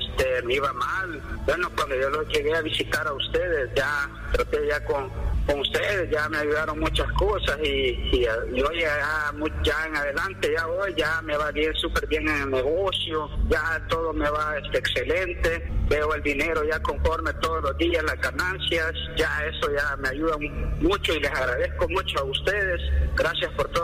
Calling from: San Salvador, El Salvador; De aquí, de San Salvador.

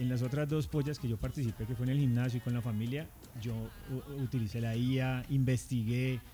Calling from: Jamundí, Valle del Cauca, Colombia; yo vivo en Jamundí.

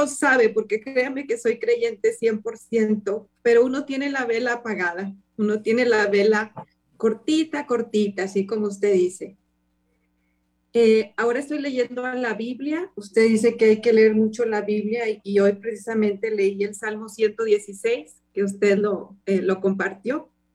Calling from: Saltillo, Coahuila, Mexico; Soy de Saltillo, México.

